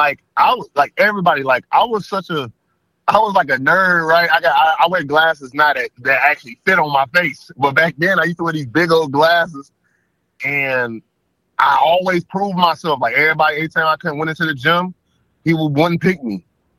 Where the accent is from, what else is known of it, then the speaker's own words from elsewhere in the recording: Chicago, Illinois, United States; moved away as an adult; now in Los Angeles, United States; I was born and raised in Chicago until I was 19 years old